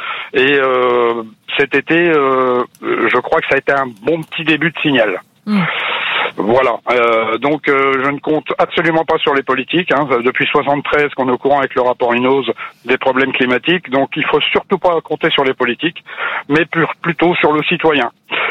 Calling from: Chartres, Centre-Val de Loire, France; De Chartres.

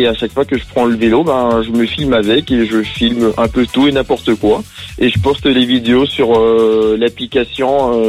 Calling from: Tours, Centre-Val de Loire, France; j'habite à Tours, dans le centre Val de Loire, et je suis militaire.

